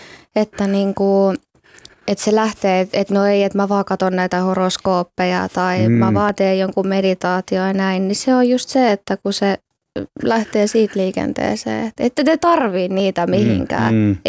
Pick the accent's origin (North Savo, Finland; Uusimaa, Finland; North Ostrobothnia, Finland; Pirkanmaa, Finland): Uusimaa, Finland; mutta silleen miellän, että pääkaupunkiseudulta.